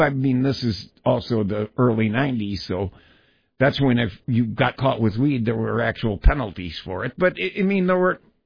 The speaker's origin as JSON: {"language": "English", "region": "Wisconsin", "country": "United States", "tie": "born or raised there", "said": "I grew up in Wisconsin."}